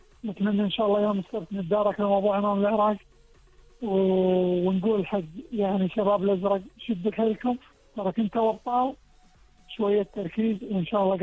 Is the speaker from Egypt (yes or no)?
no; Kuwait